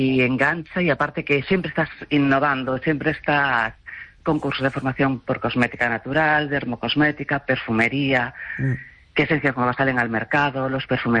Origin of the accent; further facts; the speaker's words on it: Ferrol, Galicia, Spain; Playas. Playas, mar, acantilados. Fue un poco eso, recordarme a mi zona, a mi tierra.